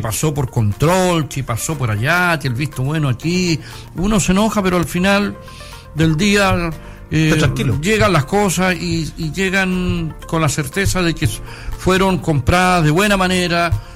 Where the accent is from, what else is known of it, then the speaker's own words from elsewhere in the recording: Chile; tenemos que organizarnos como chilenos y chilenas